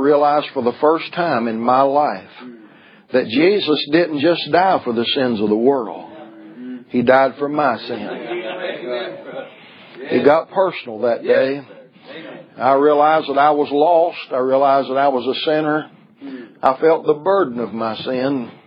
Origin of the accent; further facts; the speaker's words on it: Salisbury, North Carolina, United States; in my hometown of Salisbury, North Carolina